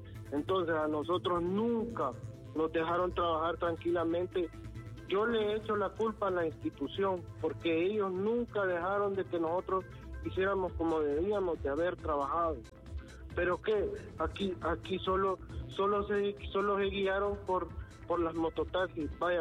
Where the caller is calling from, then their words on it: Pespire, Choluteca, Honduras; nosotros aquí teníamos una asociación de taxistas. En Pespire